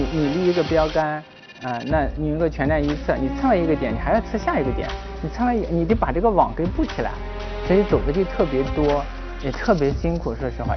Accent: China; 我们中国人

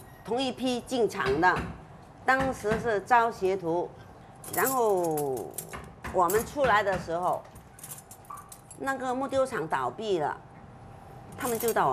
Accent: Chaozhou, Guangdong, China; 我们潮州的习惯，就早上起来一定要泡功夫茶来吃

